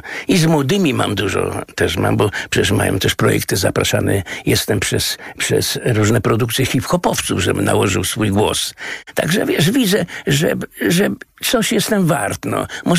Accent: Łódź, Łódź Voivodeship, Poland; ja jestem urodzony między, na Bałutach i Bałuty Śródmieście Łódź

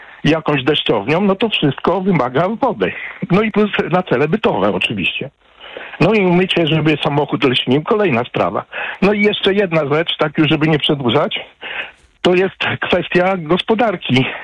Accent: Radzymin, Masovian Voivodeship, Poland; Urodziłem się niedaleko od Warszawy, bo w Radzyminie

